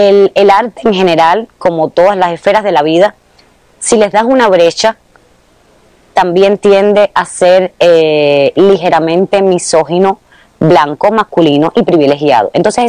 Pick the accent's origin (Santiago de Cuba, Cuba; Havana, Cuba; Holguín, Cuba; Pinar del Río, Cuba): Pinar del Río, Cuba; Soy de la provincia de Pinar del Río, la provincia más occidental de Cuba, donde todas las personas son muy sanas, muy nobles, muy sencillas, y me crié con mis abuelos